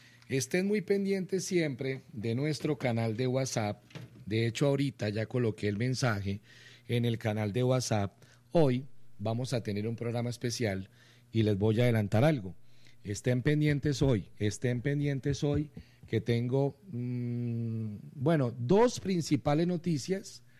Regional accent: Santander, Colombia; Yo soy santandereano

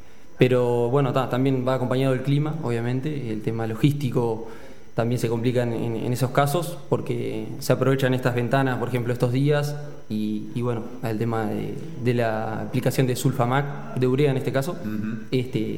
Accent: Soriano, Uruguay; also born or lived in Ombúes de Lavalle, Colonia; soy oriundo de paraje Arroyo del Medio, departamento Soriano. Kilómetro 47 de 500, más específicamente.

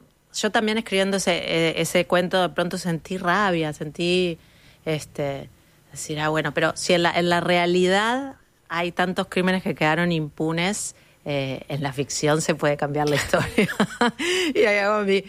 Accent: Montevideo, Uruguay; mi cuadra donde yo nací y viví, que es la calle Chaná y Jackson.

